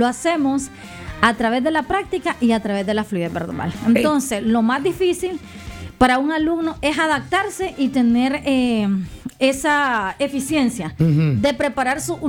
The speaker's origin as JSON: {"language": "Spanish", "country": "Nicaragua", "said": "Como nicaragüense, lo digo como nicaragüense, sí, estamos acostumbrados a inscribirnos, sentarnos en un pupitre, que el profesor llegue y nos ponga una tarea."}